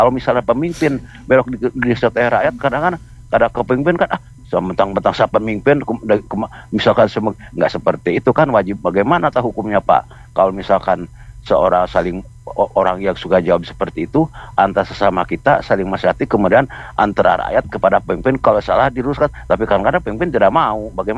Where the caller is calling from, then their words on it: Bandung, West Java, Indonesia; Saya dari Bandung Timur nih.